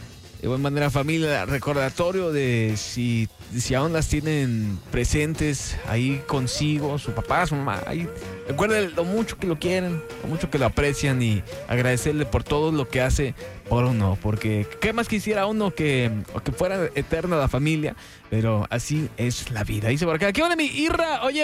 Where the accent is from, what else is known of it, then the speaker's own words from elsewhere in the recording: Culiacán, Sinaloa, Mexico; A mí me recuerda el olor del mar o de un río a mi infancia, porque yo vivía en Culiacán. Cuando estaba pequeña salíamos de la primaria y nos íbamos derechito al río porque hacía muchísimo calor.